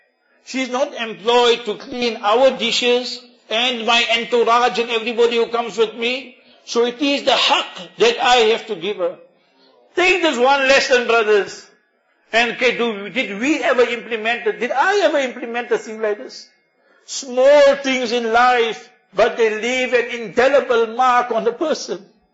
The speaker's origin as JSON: {"language": "English", "town": "Karachi", "region": "Sindh", "country": "Pakistan", "second_language": "English", "said": "I came from Karachi, 74, I went to go study."}